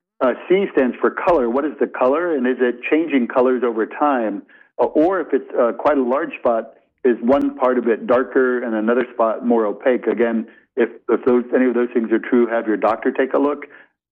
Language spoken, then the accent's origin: English; Florida, United States; I as a child, I didn't practice sun safety. I grew up in Florida.